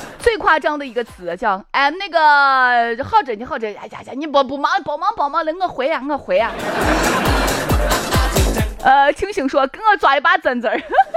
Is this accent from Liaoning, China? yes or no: no; Shaanxi, China; 我们陕西人不到万不得已绝不吃挂面。